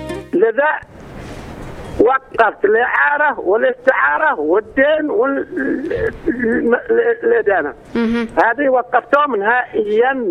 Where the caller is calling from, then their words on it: Aden, Yemen; أنا أتكلم معاكم من عدن، من داخل محمية الحشوة.